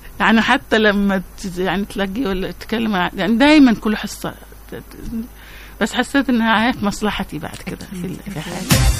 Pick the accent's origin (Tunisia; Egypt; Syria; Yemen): Yemen; كنت أقوم أنا أقول يمنية، في واحدة سودانية، واحد تقوم فلسطينية تقول فلسطينية، فكان أنت يمنية كلامش مش باين أنا يمني